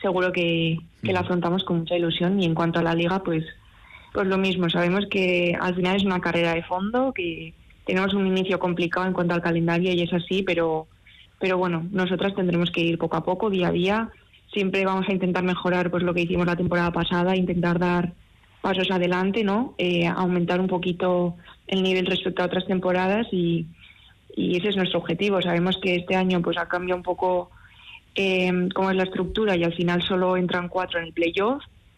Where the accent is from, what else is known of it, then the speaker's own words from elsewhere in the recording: Pamplona, Navarre, Spain; yo, por ejemplo, que soy de aquí de Iruña